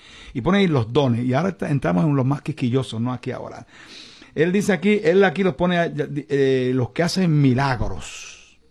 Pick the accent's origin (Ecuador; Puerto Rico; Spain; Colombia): Puerto Rico; Quebradillas; allá en mi pueblo, en Quebradillas.